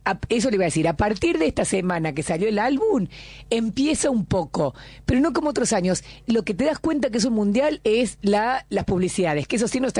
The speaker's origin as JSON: {"language": "Spanish", "country": "Argentina", "said": "porque no, somos argentinos, no, por porque concreto"}